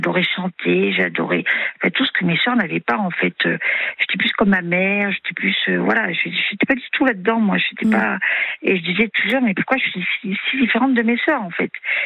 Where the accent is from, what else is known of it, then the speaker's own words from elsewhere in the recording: Auvergne-Rhône-Alpes, France; Alors, j'ai 58 ans, et puis j'ai, à la base, nous sommes 4 filles. Je suis la 3e. J'ai grandi dans le Cantal.